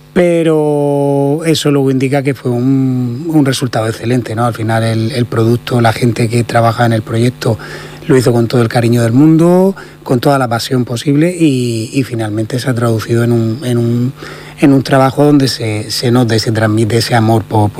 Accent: Region of Murcia, Spain; Y eso, como murciano, porque al final es un murciano universal

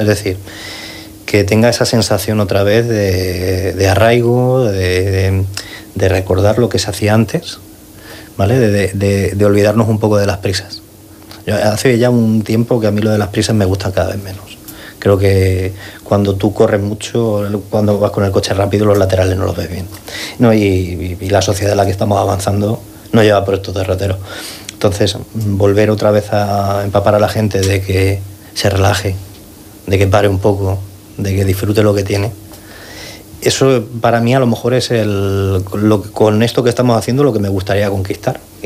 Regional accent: Madrid, Community of Madrid, Spain; Porque yo soy de Madrid, al final a veces me tira, ¿no? Y yo antes decíamos, ¿qué te comías antes? Yo en Madrid comía por la noche callos.

